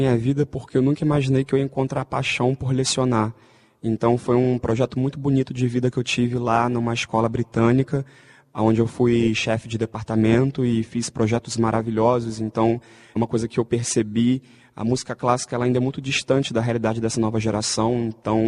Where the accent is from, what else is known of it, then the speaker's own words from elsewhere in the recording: Brazil; eu gosto muito de viver minha vida como um bom brasileiro, né? Comer meu feijão com arroz e tudo mais. E a temperatura daqui é maravilhosa, a gente tem praia e tudo.